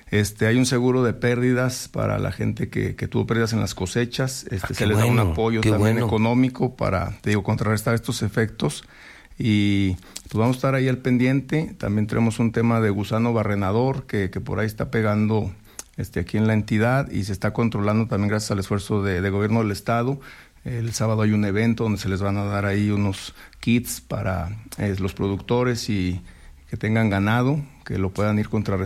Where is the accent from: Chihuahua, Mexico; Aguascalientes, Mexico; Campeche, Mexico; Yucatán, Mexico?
Aguascalientes, Mexico; El Llano; soy de ahí, de Santa Rosa, el llano